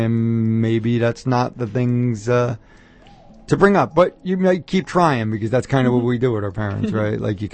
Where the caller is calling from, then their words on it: Newark, New Jersey, United States; Yeah, I'm calling from Green Street in Newark.